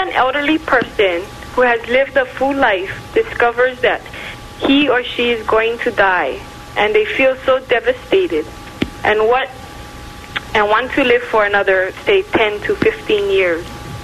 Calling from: Hilo, Hawaii, United States; First of all, I'd like to say that we love you here in Hilo.

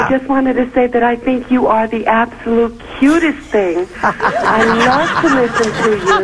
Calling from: Illinois, United States; I am from Illinois.

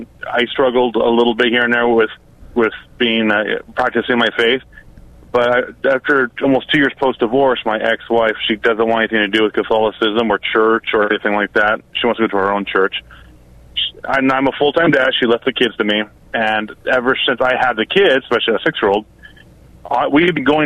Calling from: Las Vegas, Nevada, United States; I'm from Las Vegas

